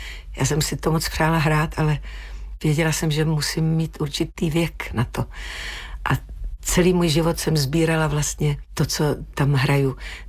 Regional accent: Vsetín, Zlín Region, Czechia; moved away; já jsem Valach. Já jsem Vsetíňačka.

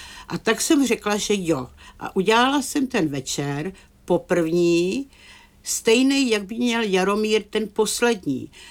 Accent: Turnov, Liberec Region, Czechia; protože pocházíme z Turnova

